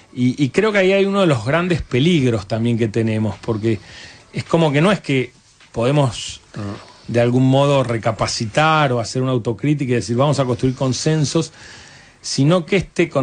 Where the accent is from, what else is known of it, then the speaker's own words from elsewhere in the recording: Argentina; el problema que tenemos como argentinos, ¿no?